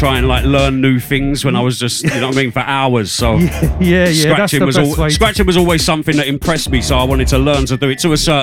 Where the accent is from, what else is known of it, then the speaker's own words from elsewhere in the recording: Romford, London, United Kingdom; I grew up in Romford